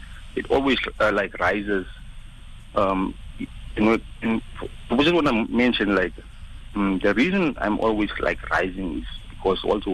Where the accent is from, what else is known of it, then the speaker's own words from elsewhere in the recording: Windhoek, Khomas, Namibia; in my hometown, but I mean, the capital city